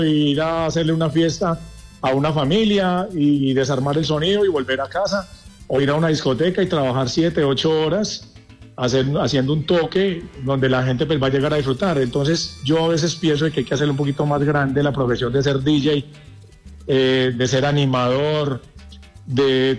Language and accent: Spanish; Colombia; now in Pereira, Colombia